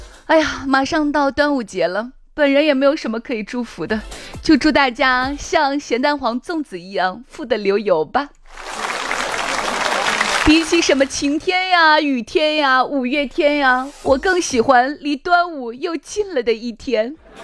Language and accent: Chinese; Xi'an, Shaanxi, China; 我们长安县，就是我是长安，你们知道有一个河堤不？我老家呢是河堤村